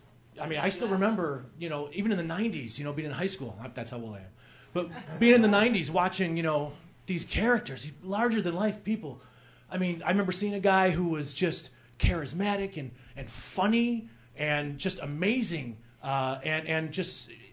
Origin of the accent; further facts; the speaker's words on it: Naperville, Illinois, United States; also born or lived in Chicago; No, if I'm being honest, I say I'm from Chicago, but I'm from Naperville, right? So, but I'm home. You know, but when everywhere else we go, I'd say I'm from Chicago.